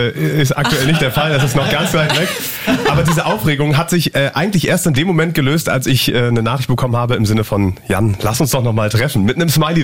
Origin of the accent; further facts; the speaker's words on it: Berlin, Germany; now in Potsdam, Germany; Also, ich bin 27, bin gebürtiger Berliner, bin auch in Steglitz zur Grundschule gegangen, Gymnasium dann in Potsdam, wohne mittlerweile in Potsdam